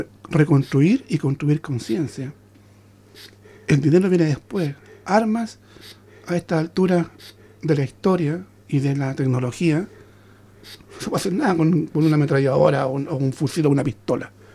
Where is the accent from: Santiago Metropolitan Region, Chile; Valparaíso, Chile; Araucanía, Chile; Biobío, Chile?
Santiago Metropolitan Region, Chile; Santiago; moved away as an adult; now in Australia; en Pudahuel, de donde soy oriundo